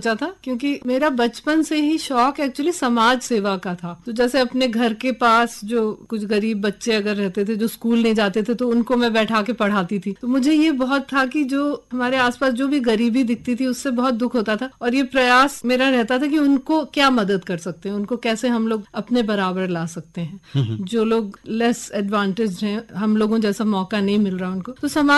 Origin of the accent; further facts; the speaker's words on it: Madhya Pradesh, India; मेरा जो गृह राज्य है वो मध्य प्रदेश है, मेरे पिताजी मध्य प्रदेश के रहने वाले हैं